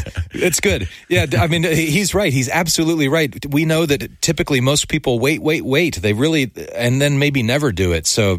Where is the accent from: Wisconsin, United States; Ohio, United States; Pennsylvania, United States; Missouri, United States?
Ohio, United States; Dayton; if I go to a conference around the country and meet other public radio people, I say I'm from Dayton.